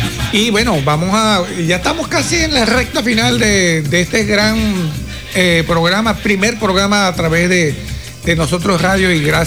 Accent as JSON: {"language": "Spanish", "town": "Maracaibo", "region": "Zulia", "country": "Venezuela"}